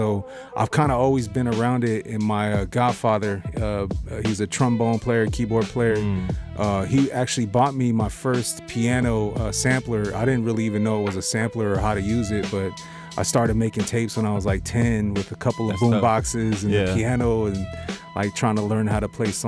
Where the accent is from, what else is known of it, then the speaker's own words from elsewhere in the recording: Woodland, California, United States; also born or lived in Sacramento; Mm-hmm. I'm from Woodland, California.